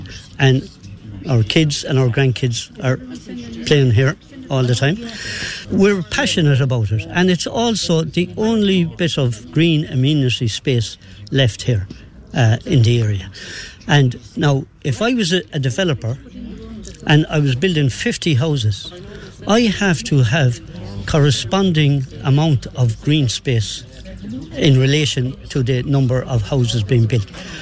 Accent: Ireland; I was born and reared in Seanthla.

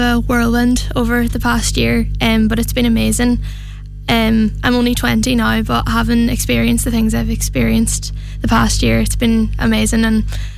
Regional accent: Dunloe, County Donegal, Ireland; So being from Dunloe, I was the Dunloe Mary last year, and being from Dunloe and growing up in the Dunloe community

